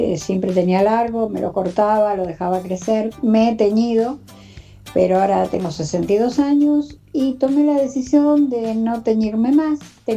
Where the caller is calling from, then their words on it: Ramos Mejía, Buenos Aires Province, Argentina; soy de Ramos.